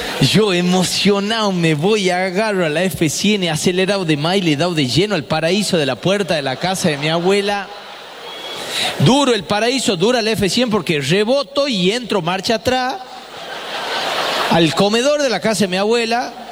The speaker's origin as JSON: {"language": "Spanish", "town": "Famaillá", "region": "Tucumán", "country": "Argentina", "tie": "born or raised there", "said": "igual me dieron el carnet de manejo en la dirección de tránsito de la municipalidad de Famayá, en mi pueblo natal, porque era muy fácil ya sacar el carnet ahí."}